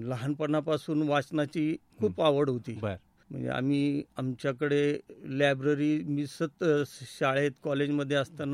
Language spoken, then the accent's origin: Marathi; Ahmednagar district, Maharashtra, India; born there; also born or lived in Shrigonda / Jamkhed / Pathardi; माझं वडिलांच्या नोकरीमुळं माझं बालपण तसं जिल्हाभर गेलं, म्हणजे अनेक ठिकाणी आम्ही होतो, म्हणजे माझा जन्मनगरचा, पण शिक्षणानिमित्त मी श्रीगोंदा, जामखेड, पाथर्डी अशा बऱ्याच ठिकाणी फिरलो